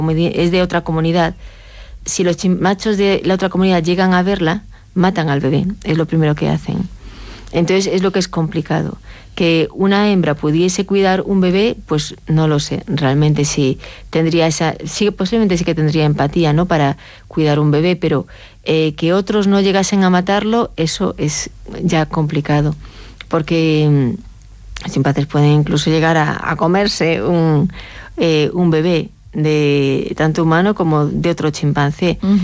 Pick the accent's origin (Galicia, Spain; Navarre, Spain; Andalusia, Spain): Galicia, Spain; Yo lo describo muchas veces como yo soy gallega, ¿no? los gallegos estamos en Galicia, bueno, yo no estoy en Galicia ahora, pero tenemos un, no tengo mucho acento, pero yo antes tenía acento.